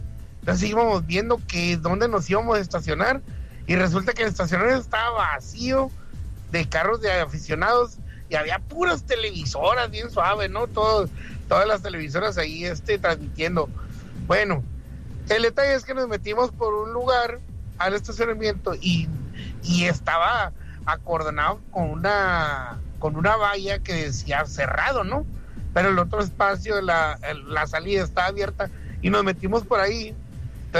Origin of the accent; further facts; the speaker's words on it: Mexico; Somos mexicanos.